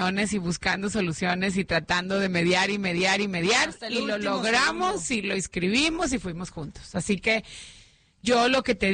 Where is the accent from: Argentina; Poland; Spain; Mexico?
Mexico; Nuevo León; Precisamente lo que queremos es nosotros, como cualquier regio, ¿no? Nos caemos, nos equivocamos, aprendemos, nos sacudimos, nos levantamos y le damos otra vez